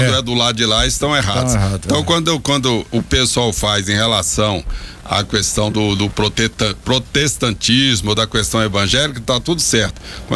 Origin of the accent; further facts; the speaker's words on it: Rio de Janeiro, Brazil; moved away; eu sou carioca, todo mundo sabe disso. Lá nós temos a reverência a São Sebastião.